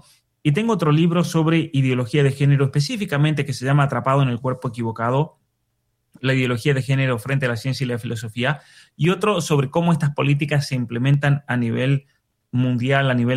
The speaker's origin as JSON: {"language": "Spanish", "country": "Spain", "said": "Y esto lo digo con mucho dolor porque yo también soy español, familia de España"}